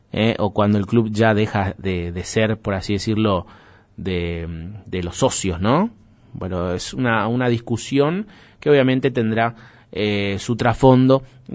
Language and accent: Spanish; Argentina; siendo argentinos